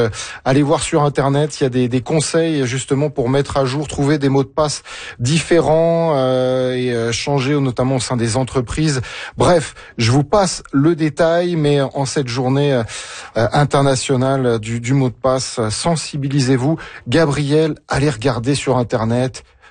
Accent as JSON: {"language": "French", "country": "France", "moved": "as an adult", "lives_now": "Canada", "said": "moi, qui vis entre deux pays, puisque je suis français et immigré au Canada"}